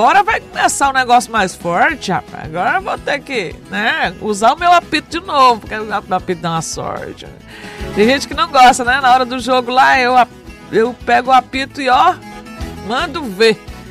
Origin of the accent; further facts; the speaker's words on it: Brazil; Nós somos brasileiros.